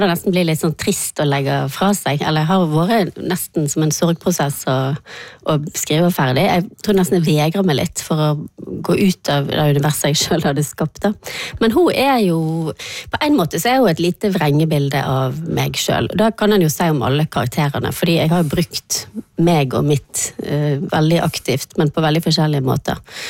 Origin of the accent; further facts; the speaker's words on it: Vestland, Norway; born there; moved away; akkurat sånn som det var der jeg vokste opp, når jeg vokste opp der, det finnes jo ikke lenger.